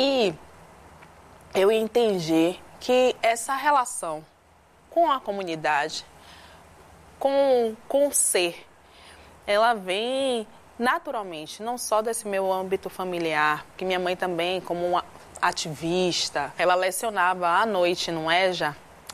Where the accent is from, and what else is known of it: Salvador, Bahia, Brazil; born or raised there; accent: baiano; moved away as an adult; now in São Paulo, Brazil